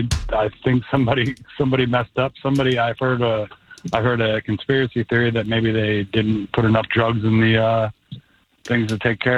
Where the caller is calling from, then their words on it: Enon, Ohio, United States; from Enon, Ohio.